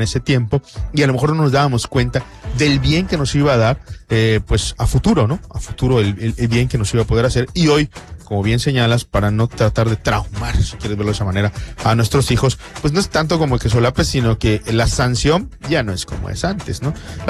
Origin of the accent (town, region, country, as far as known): Mexico